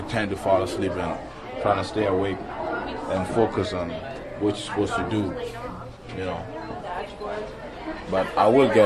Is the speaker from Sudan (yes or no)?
yes; Acholi, Sudan; first language Acholi; English is a second language; now in United States; In Sudan, right? In Sudan, the national language is Arabic. But Sudan is mixed with a whole bunch of tribes, and my native language is Acholi. I'm from the Acholi tribe, you know? And I speak Acholi, Arabic, English is my third language.